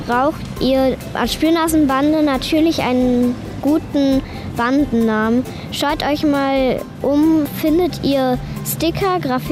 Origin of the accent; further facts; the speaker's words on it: Erftstadt, North Rhine-Westphalia, Germany; ich komme auch aus Erftstadt und ich bin auch 9 Jahre alt.